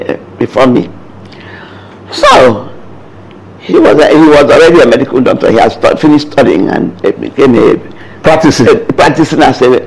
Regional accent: Nigeria; born there; moved away as an adult; also born or lived in London / New York City; Well, I was born in London. Okay, so that's the only place I've been to that is not Nigeria.

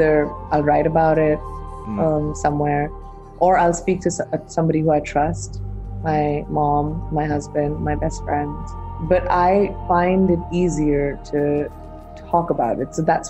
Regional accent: India; I'm an Indian who's grown up in India

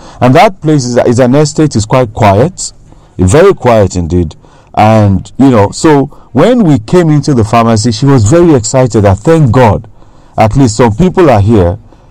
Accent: Nigeria; now in Accra, Ghana; That I am Nigerian.

